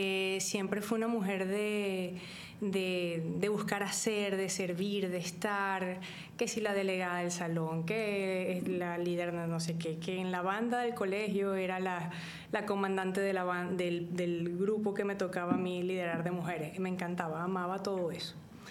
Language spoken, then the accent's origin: Spanish; Barquisimeto, Lara, Venezuela; de una familia católica, mamá y papá, y dos hermanas, somos tres en total, somos venezolanos de la ciudad de Barquisimeto.